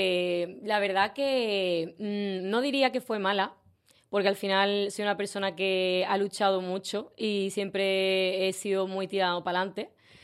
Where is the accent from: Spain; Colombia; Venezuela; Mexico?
Spain; Puerto Real, Andalusia; Yo soy de Puerto Real, del río San Pedro.